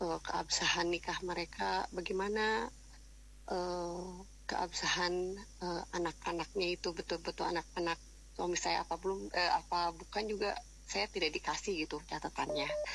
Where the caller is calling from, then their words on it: Bandung, West Java, Indonesia; Saya dari Bandung.